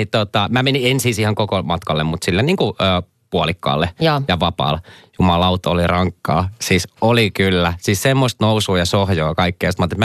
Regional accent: Hyvinkää, Uusimaa, Finland; mä olin ihan tuosta Hyvinkäältä kotoisin.

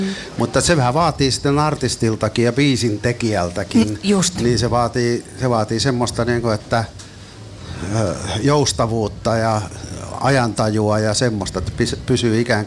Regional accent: Ostrobothnia, Finland; mäkin olen Pohjanmaalta kotoisin, niin mä oon jäyhä pohjalainen

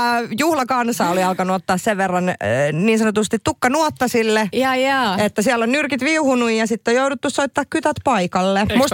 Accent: Tavastia, Finland; mähän oon Hämeestä.

